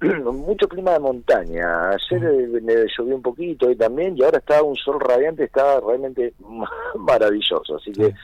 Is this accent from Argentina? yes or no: yes; Santa Cruz, Argentina; yo soy de Santa Cruz